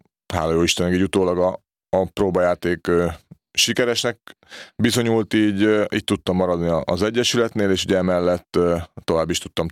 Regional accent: Slovakia; ott nyilván már tudták, hogy felvidéki származású vagyok, és akár tudnék játszani ugye a szlovák válogatottban

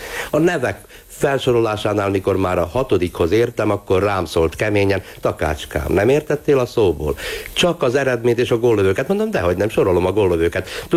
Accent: Szombathely, Vas, Hungary; now in Győr, Hungary; hiszen Szombathelyen születtem, Vas megyei gyerek vagyok.

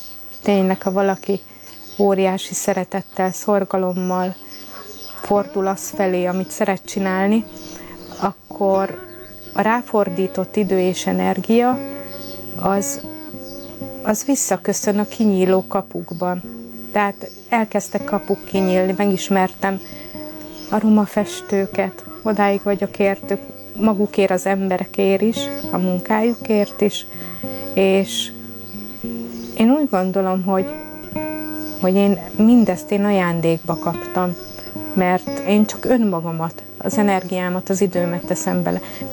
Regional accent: Hungary; born there; És roma vagyok, de én itt születtem, én magyarul beszélek, én magyarul adózok, magyarul álmodom, magyarul imádkozom, minden magyarul csinálok.

